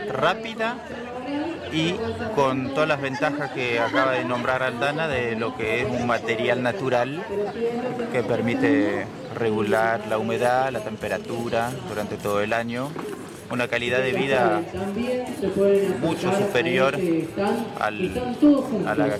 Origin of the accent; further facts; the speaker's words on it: France; Yo que vengo de Francia, vemos construcciones en pie todavía, hechas de madera y barro, que tienen siglos y siglos.